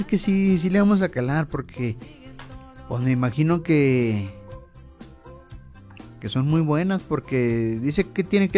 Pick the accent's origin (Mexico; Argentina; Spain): Mexico; ¿Cómo somos los mexicanos?